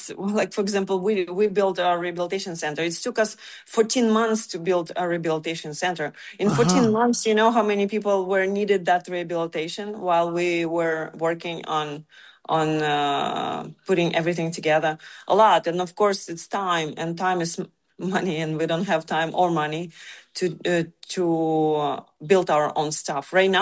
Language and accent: English; Ukraine